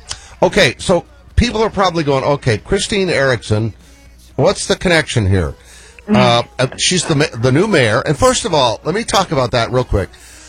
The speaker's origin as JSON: {"language": "English", "region": "New England", "country": "United States", "tie": "born or raised there", "moved": "yes", "said": "I'm a Patriot diehard. I grew up there."}